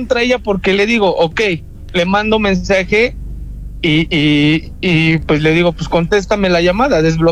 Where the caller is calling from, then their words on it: Mexico City, Mexico; aquí, ya sabes, el Ejército de Oriente, donde se vive y se siente